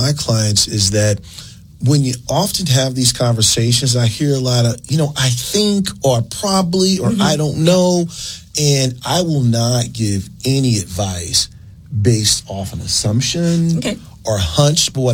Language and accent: English; St. Louis, Missouri, United States; I'm from St. Louis, lived in St. Louis my entire life.